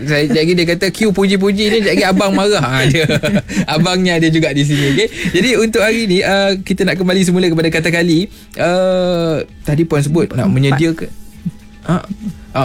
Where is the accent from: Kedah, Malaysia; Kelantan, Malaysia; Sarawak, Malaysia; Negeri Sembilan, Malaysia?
Kedah, Malaysia; Sungai Petani; now in Penang, Malaysia; So saya orang Sungai Petani, duduk pula di Pulau Pinang, lalu di Gelugur, setiap hari berlalu depan pejabat NMMS.